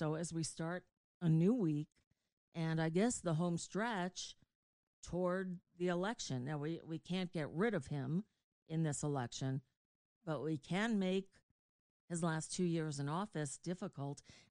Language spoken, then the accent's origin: English; New York, United States; moved away; when I grew up in New York, we always went back to school like the Monday after Labor Day.